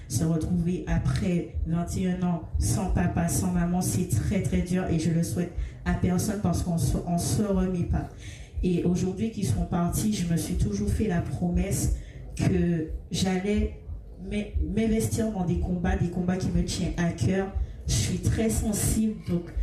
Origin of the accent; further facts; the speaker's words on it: Martinique; Je suis de la Martinique.